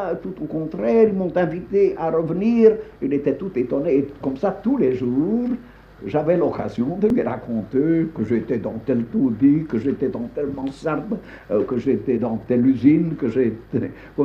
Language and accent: French; Flanders, Belgium; Je dis, je connais très bien le flamand, je suis flamand, n'est-ce pas?